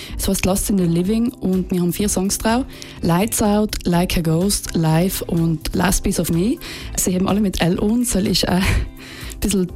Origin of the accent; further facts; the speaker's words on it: Bruneck, Trentino-Alto Adige, Italy; ich bin aus Bruneck, aus Aufhofen eigentlich. Ich bin Grundschullehrerin, ich bin 28 Jahre alt